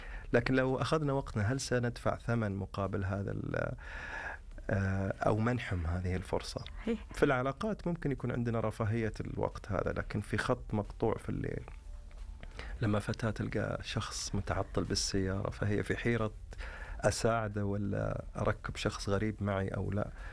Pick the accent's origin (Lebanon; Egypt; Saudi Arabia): Saudi Arabia; لنا كسعودي كم عرب ومسلمين